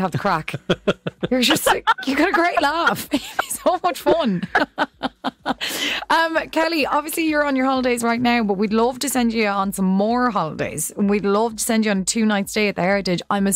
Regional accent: Munster, Ireland; now in Waterford, Ireland; favourite thing about being Irish is, you know, you're like, I'm in Waterford, but I'm from Tip.

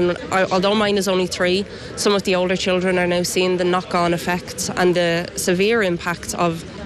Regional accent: Wexford, Leinster, Ireland; I'm here from Wexford

